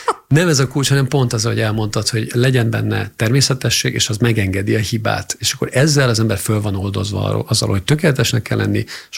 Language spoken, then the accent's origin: Hungarian; Hungary; én vagyok a magyar at is, aki most beszélek, aztán van egy angol at is, francia at is az két szót tud